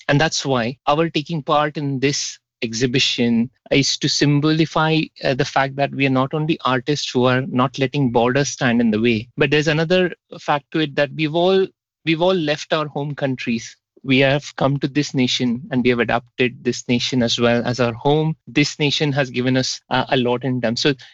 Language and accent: English; Maharashtra, India; now in Milton Keynes, United Kingdom; So I've specifically chosen certain art forms which do not even belong to my home state in India. So I belong to a state called Maharashtra and it has got a very vibrant art form called Warli.